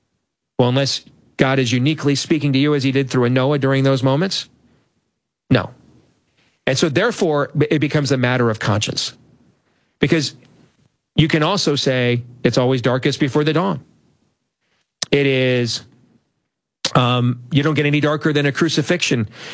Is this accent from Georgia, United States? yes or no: no; Iowa, United States; also born or lived in Michigan; I'll talk about my home state of Iowa, my former home state of Michigan.